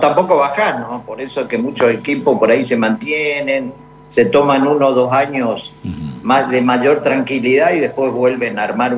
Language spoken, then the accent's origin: Spanish; Curuzú Cuatiá, Corrientes, Argentina; moved away as an adult; also born or lived in Monte Caseros, Argentina; now in Miami, United States; Soy nacido en Monte Casero y criado en Curuzú. Ah. Es decir, a partir de los 9 años nos fuimos a vivir a Curuzú y después ahí hice toda mi vida, ¿no?